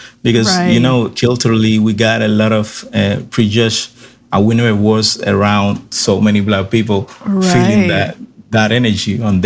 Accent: Pinar del Río, Cuba; This old guy asked me where I came from one day, and I was like, I came from Pinar del Río, my hometown.

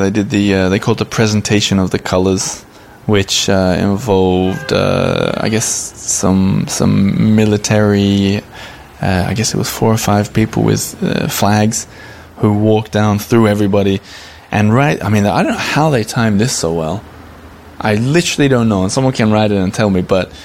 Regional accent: Australia; which was also kind of baffling to me as an Australian telling Americans what was going on for the Olympics.

